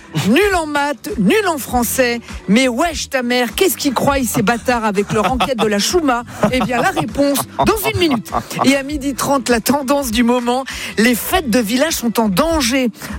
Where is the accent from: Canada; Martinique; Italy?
Italy; Je suis italien, moi. Je parle avec les mains, moi.